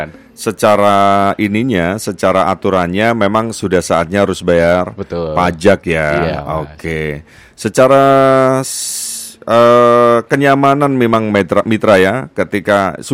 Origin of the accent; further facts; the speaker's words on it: Jombang, East Java, Indonesia; saya orang Jombang